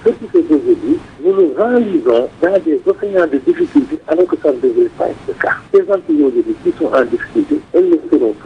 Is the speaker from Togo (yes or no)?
no; Senegal; ici, dans notre pays, chez nous, dans le Boulombé